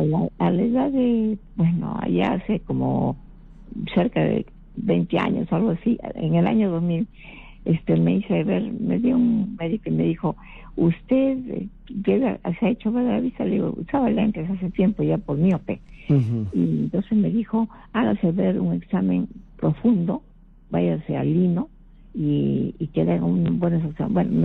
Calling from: Lima, Peru; Yo hablo de Chorrillos.

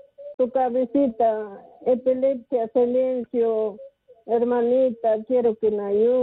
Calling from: Ayacucho, Peru; de Ayacucho.

